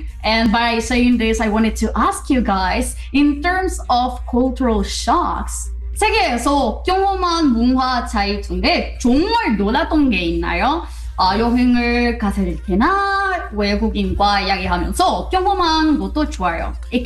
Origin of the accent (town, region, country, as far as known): Mexico; English is a second language